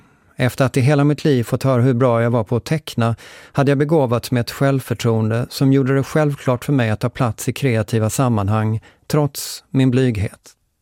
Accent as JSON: {"language": "Swedish", "town": "Lund", "region": "Skåne", "country": "Sweden", "tie": "born there", "said": "I studentstaden Lund, där jag kommer från, är studentspex-traditionen stark."}